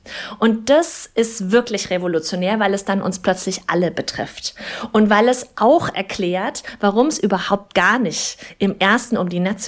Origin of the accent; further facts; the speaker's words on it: West Germany, Germany; moved away as an adult; now in East Germany; Also ich bin Westdeutsche, die in Ostdeutschland integriert wird.